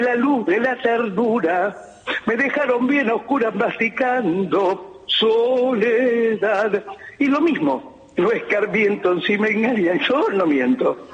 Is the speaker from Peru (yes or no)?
no; Buenos Aires, Argentina; born or raised there